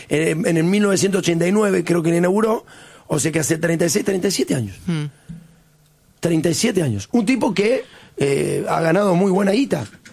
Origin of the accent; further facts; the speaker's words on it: Argentina; Eso, lamentablemente, también somos los argentinos.